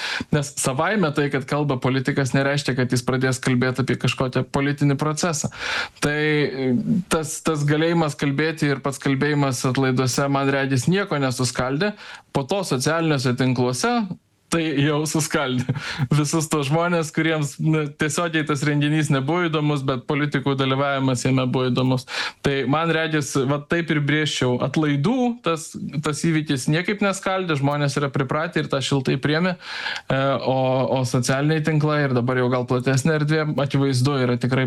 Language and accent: Lithuanian; Vilnius, Vilnius County, Lithuania; Matot, aš esu aukštaitis, vilnietis ir mano patirtis Žemaitijoje